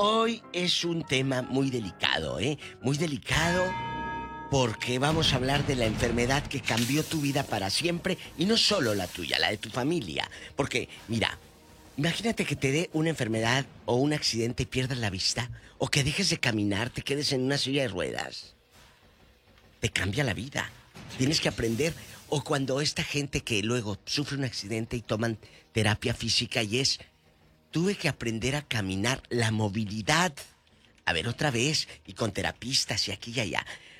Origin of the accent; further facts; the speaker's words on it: Matamoros, Tamaulipas, Mexico; Matamoros, de mi tierra.